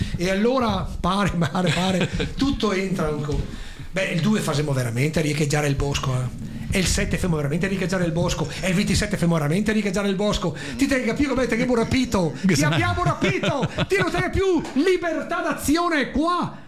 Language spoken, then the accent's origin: Italian; Venice, Veneto, Italy; Guarda che mi so da Canareggio, e lo capio, RDM, Canareggio.